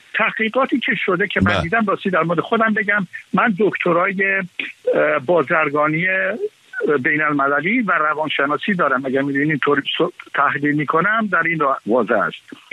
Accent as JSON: {"language": "Persian", "country": "Iran", "said": "نه لهجه ما ایرانی ها"}